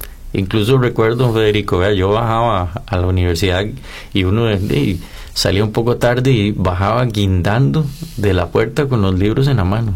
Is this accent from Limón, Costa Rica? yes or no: no; Aserrí, San José, Costa Rica; Yo soy de Aserrí, incluso en Aserrí me conocen la mayoría como